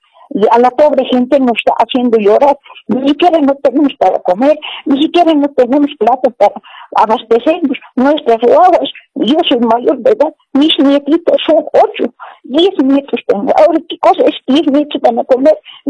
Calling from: Oruro, Bolivia; Yo soy de Oruro, te estoy llamando.

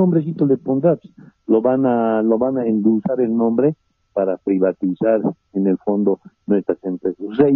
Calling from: El Alto, La Paz, Bolivia; de la ciudad del Alto.

